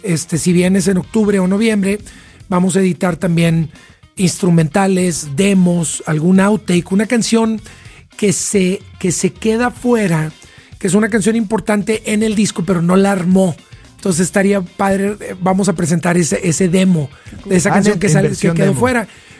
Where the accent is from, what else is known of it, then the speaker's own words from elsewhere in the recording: Monterrey, Nuevo León, Mexico; somos estos músicos regios que pues, todavía seguimos aportando y queriendo levantar la mano con mucho respeto para decir aquí está México, aquí está el norte de México, aquí está Monterrey.